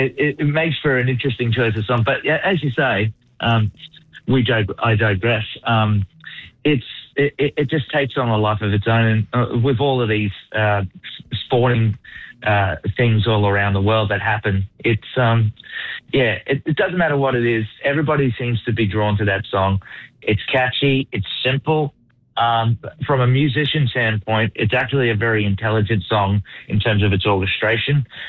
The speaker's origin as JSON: {"language": "English", "town": "Sydney", "region": "New South Wales", "country": "Australia", "said": "Yeah, I'm actually from Sydney"}